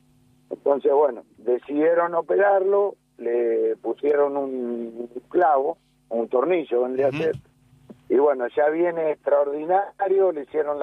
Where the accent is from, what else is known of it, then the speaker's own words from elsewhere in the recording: Villa Elisa, Buenos Aires Province, Argentina; yo me crié acá, me crié en Firmamento, me crié así. Cuando mi viejo empezó a laburar ahí, yo tenía 4 años. Ahora tengo 52